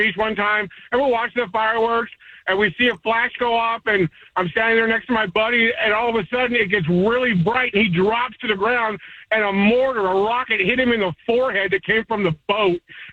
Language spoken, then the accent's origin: English; West Coast, United States; Growing up on the West Coast, you know, we would always go to the beaches